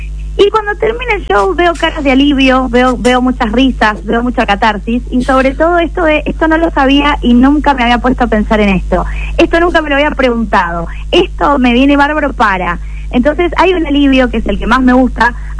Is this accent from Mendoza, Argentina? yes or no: yes; Mendoza, Argentina; Sí, yo soy de acá de Mendoza. He vivido muchos años afuera y tengo un acento medio raro.